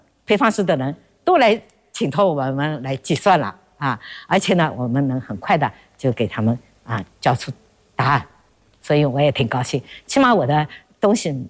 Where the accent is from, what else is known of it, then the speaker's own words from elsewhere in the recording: China; 我们中国人真是站起来了。